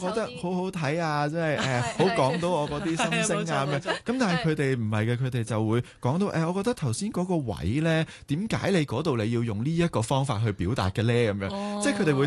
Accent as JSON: {"language": "Cantonese", "country": "Hong Kong", "said": "我都同大家讲就系我系香港嚟嘅"}